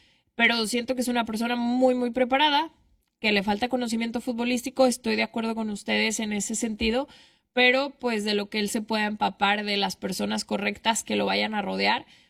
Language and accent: Spanish; Aguascalientes, Mexico; pero yo nací aquí en México. De hecho, soy de Aguascalientes. Pero pues los de Aguascalientes también hablamos muy chistoso